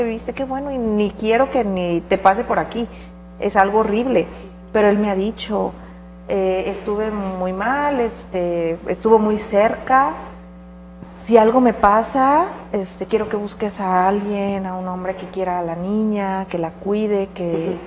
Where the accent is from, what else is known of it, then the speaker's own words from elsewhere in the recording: Mexico; Como toda mexicana, a lo mejor, y la idiosincrasia de acá